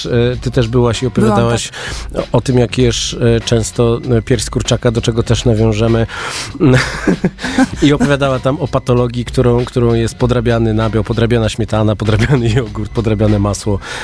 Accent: Lubin, Lower Silesian Voivodeship, Poland; Na Dolnym Śląsku w Lubinie, z którego pochodzę

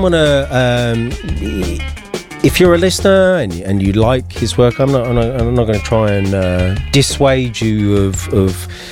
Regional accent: London, United Kingdom; Now, Alistair, you and I are both from London

